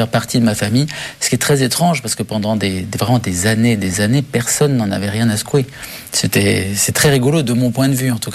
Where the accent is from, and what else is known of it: Syria; born or raised there